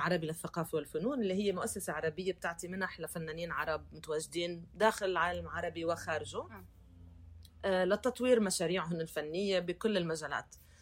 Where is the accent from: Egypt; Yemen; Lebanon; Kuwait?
Lebanon; moved away as an adult; now in Paris, France; طفولتي كفلسطينية بلبنان، مع اختلاف إن كان اللهجة أو الأشياء اللي عم بعيشها غير عن اللي معي بالمدرسة اللبنانيين